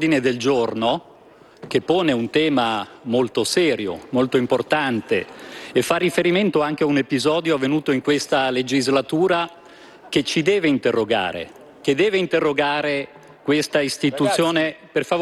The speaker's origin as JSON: {"language": "Italian", "town": "Morbegno", "region": "Lombardy", "country": "Italy", "said": "Vengo da Morbegno, città di Ezio Vanoni, a cui ho sempre ispirato la mia attività politica"}